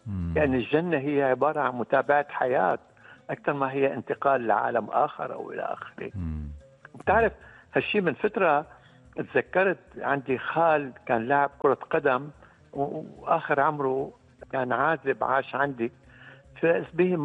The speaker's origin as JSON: {"language": "Arabic", "town": "Latakia", "region": "Latakia Governorate", "country": "Syria", "said": "بالمدينة طبعا مدينتي اللاذقية مدينة أنا يعني ممكن بقول انصلبت عليها وانتميت لها."}